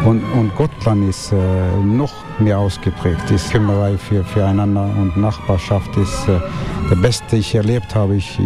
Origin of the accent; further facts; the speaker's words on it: Bergen, Vestland, Norway; German is a second language; moved away as an adult; Bergen, auf der Westküste. Also wenn ich hergekommen bin seit 2010, dann habe ich ein Gefühl gehabt, dass ich zu Hause war.